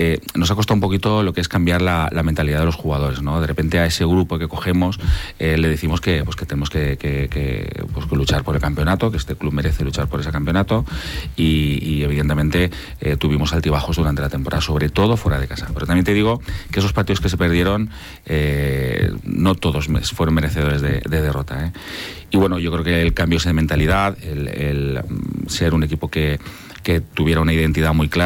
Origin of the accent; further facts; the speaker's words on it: Gandia, Valencian Community, Spain; yo que soy de Gandía, que he jugado más de 10 años en el Club de Fútbol Gandía